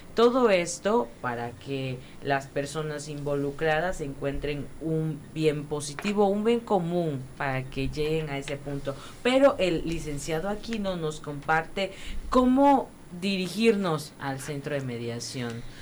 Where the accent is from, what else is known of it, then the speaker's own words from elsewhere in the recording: Tabasco, Mexico; somos tabasqueños